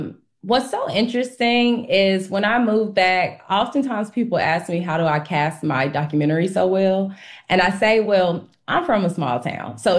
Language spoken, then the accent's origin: English; Kinston, North Carolina, United States; moved away as an adult; I remember being a young person in Kinston, and when you're from Kinston, it's like there's already a path you're supposed to walk that's been walked before.